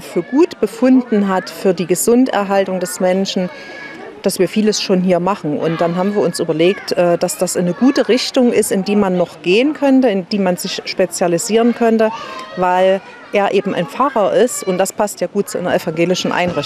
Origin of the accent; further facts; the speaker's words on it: Bad Lausick, Saxony, Germany; Ich bin aus Bad Lausick und in Bad Lausick gibt es einen Kneippverein.